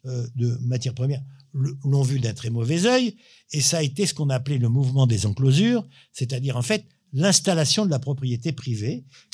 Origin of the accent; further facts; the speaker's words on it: Rabat, Rabat-Salé-Kénitra, Morocco; Moi, je suis né au Maroc. À Rabat, bon, j'ai habité plusieurs quartiers